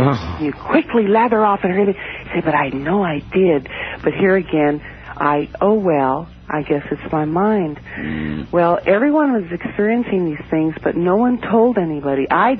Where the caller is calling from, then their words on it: Alameda, California, United States; Morning, from Alameda, California, outside of San Francisco.